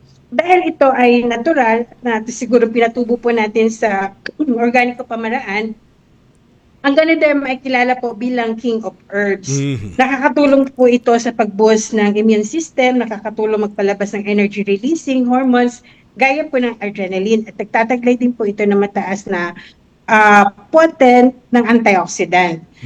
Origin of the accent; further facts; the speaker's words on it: Central Luzon, Philippines; Yes po, taga-Bulacan po ako okay before. Po. During my childhood years po. So, elementary ko po, sa Bulacan po ako.